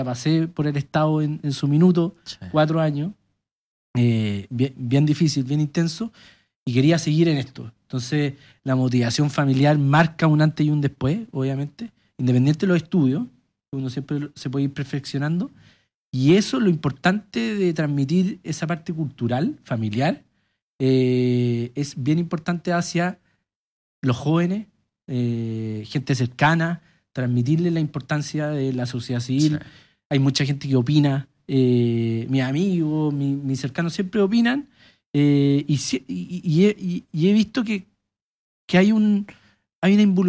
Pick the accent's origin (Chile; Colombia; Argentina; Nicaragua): Chile; Colbún, Maule; Yo vengo de una familia que está muy metida en lo público, desde chicos, desde mis papás. Yo soy de Colbún, mis papás también de Talca